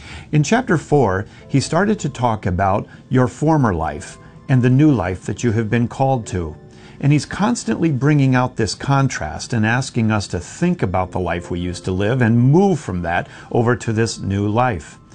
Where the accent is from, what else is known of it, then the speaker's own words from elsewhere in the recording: Minnesota, United States; I remember growing up in Minnesota, I was a big Minnesota Twins fan.